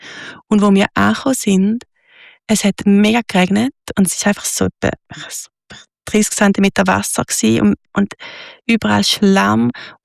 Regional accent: Switzerland

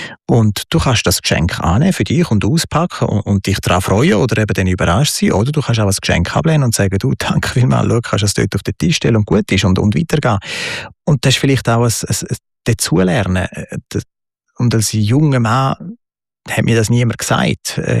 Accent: Switzerland; Ich bin Schweizer.

